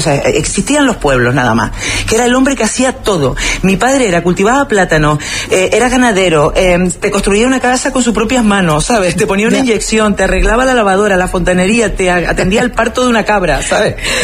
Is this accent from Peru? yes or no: no; El Paso, Canary Islands, Spain; now in Madrid, Spain; O sea, cuento lo mismo, que soy del municipio del Paso, que me fui de La Palma por salir del Paso, ¿sabes?